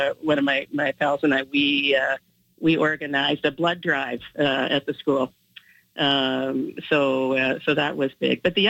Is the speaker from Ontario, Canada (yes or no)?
no; Manitoba, Canada; Oh, yeah, no, grew up near Owens Creek.